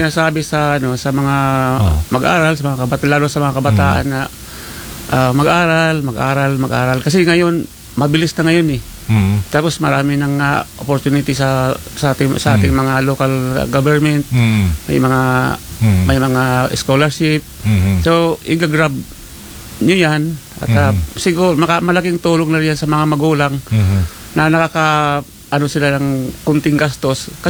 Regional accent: Taguig, Metro Manila, Philippines; Sa Taguig po.

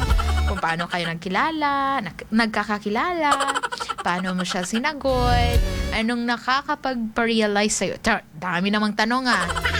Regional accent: Dumaguete, Negros Island Region, Philippines; now in Palawan, Philippines; Nasa malayong lugar kasi ako. From far, far away land. Taga-Negros ako. Kaya baka nagtaka kayo ba na Bisaya ako. Bisaya man kasi yung Negros. Yan yung Dumaguete. Pero andito ako ngayon sa Palawan.

